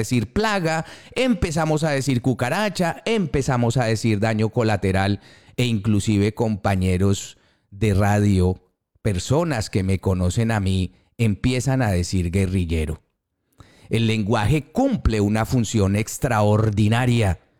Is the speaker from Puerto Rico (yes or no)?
no; Colombia; deberíamos ser extraordinariamente cuidadosos como colombianos con la simbología de la muerte